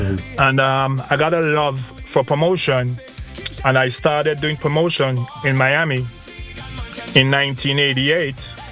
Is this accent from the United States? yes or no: no; Antigua & Barbuda; moved away as an adult; I grew up in Antigua, left Antigua, early 20s, started working on cruise ships.